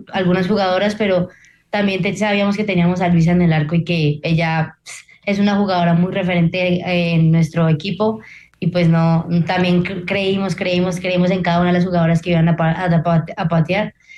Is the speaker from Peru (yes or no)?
no; Colombia; somos colombianos y pues el corazón de un colombiano es muy difícil de quebrar.